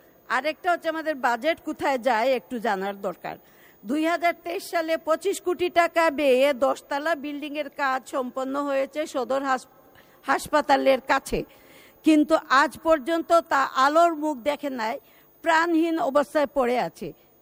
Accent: Sylhet, Sylhet Division, Bangladesh; আমি সিলেটের মেয়ে

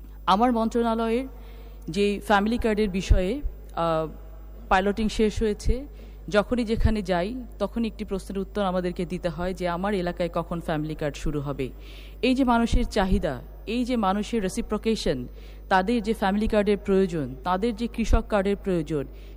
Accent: Natore, Rajshahi Division, Bangladesh; নাটোরের মানুষ, আমি নাটোরের মেয়ে।

